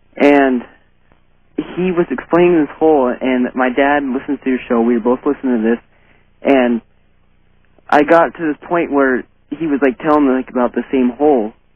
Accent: Seattle, Washington, United States; from Seattle.

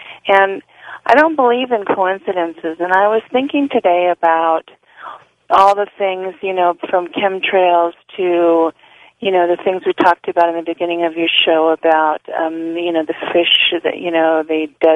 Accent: Tujunga, California, United States; I'm from Tujunga.

